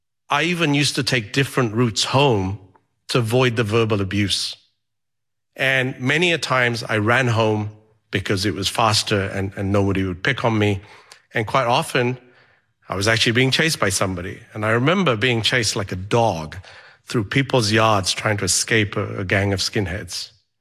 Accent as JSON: {"language": "English", "country": "Uganda", "tie": "born there", "said": "I was born in Uganda in Central East Africa."}